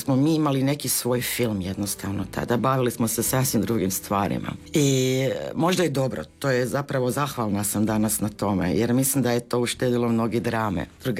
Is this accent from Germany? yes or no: yes; Munich, Bavaria, Germany; also born or lived in Croatia; tako da sam jedan dobar dio djetinjstva provjela i ovdje u Hrvatskoj. Dobro, ja jesam rasla u tom njemačkom sustavu